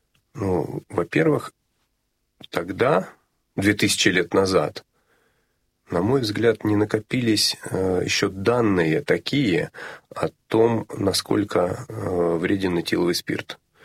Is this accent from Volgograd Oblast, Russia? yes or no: no; Rostov-on-Don, Rostov Oblast, Russia; я вообще из Ростова-на-Дону, а жили мы в области